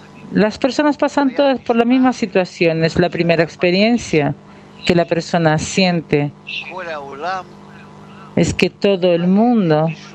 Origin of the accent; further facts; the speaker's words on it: Chicago, Illinois, United States; Spanish is a second language; Hola a todos. … soy de Chicago.